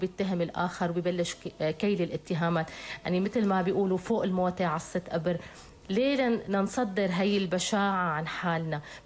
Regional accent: Syria; ونحن كسوريين كتير بكبر قلبنا هذا الشيء

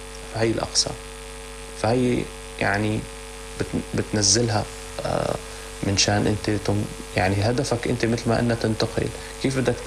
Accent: Syria; عندنا بسوريا

